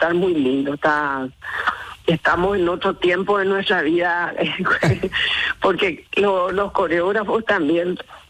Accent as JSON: {"language": "Spanish", "country": "Paraguay", "said": "nosotros en Paraguay"}